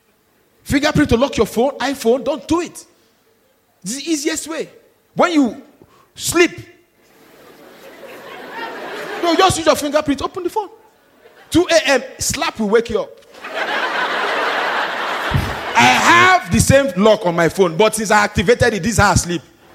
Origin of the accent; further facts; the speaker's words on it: Nigeria; I'm Nigerian.